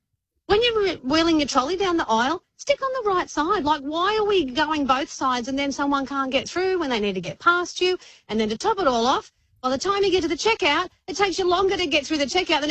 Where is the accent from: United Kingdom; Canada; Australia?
Australia; New South Wales; by the way, I'm from the Hunter Valley, so I love a wine